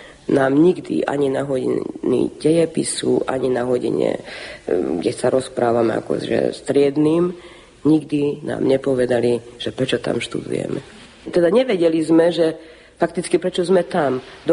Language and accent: Slovak; Hungary; ja som to, že ja som Slovenka tu v Maďarsku necítila. Ja som to pocítila až na Slovensku.